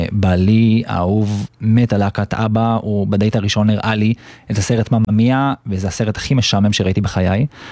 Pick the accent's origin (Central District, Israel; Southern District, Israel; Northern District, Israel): Northern District, Israel; Hulata; אני במקור פה מקיבוץ חולתה. אני לא חייתי פה במשך, לדעתי, מעל עשור. אני הסתובבתי לי בארץ ובעולם.